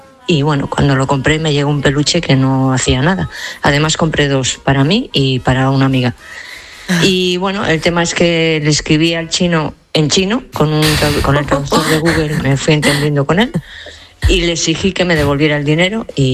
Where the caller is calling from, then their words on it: Santander, Cantabria, Spain; Hola, buenos días. … de Santander.